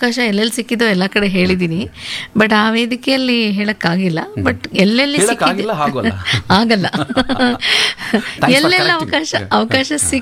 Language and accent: Kannada; Hubli, Karnataka, India; ನಾವು ಹುಬ್ಳಿ, ನಮ್ಮ ಮೂಲತಃ ಹುಬ್ಳಿ ಅವಳು ನಾನು, ಹಾಗೆ ಪಕ್ಕದ ಊರೇ ಧಾರವಾಡ.